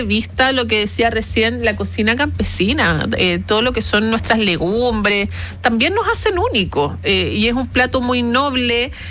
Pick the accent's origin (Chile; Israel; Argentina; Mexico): Chile